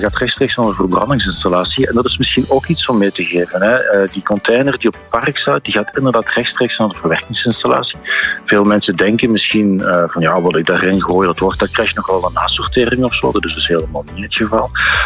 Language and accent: Dutch; Flanders, Belgium; Als Vlamingen, ook als Limburgers